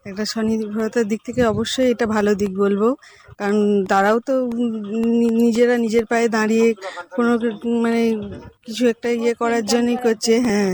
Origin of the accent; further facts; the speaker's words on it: Khanyan Itachuna, West Bengal, India; আমি খন্ডান ইটাচুনা থেকে আসছি, পান্ডা ব্লক।